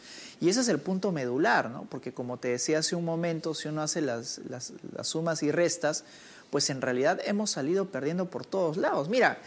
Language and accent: Spanish; Peru